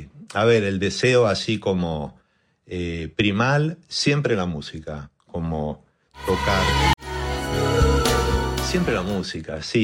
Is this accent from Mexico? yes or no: no; Buenos Aires, Argentina; Siempre venir a París para mí es un hito. O sea, vivo muy lejos. Como bien sabes, soy de Buenos Aires.